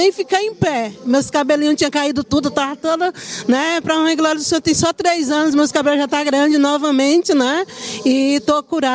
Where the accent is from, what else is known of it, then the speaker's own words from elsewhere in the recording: Carapicuíba, São Paulo, Brazil; Eu venho de Carapicuíba.